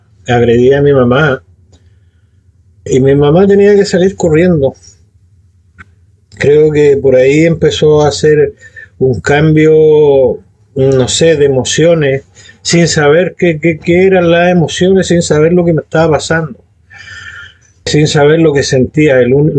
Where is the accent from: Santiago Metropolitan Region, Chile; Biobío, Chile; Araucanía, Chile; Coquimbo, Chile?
Biobío, Chile; Concepción; yo soy nacido aquí en Concepción. Tengo 52 años.